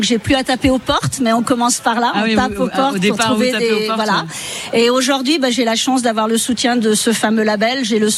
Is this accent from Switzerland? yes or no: no; Charavine, Auvergne-Rhône-Alpes, France; c'est la fête de là d'où je viens, Charavine, jusqu'à la Voiron.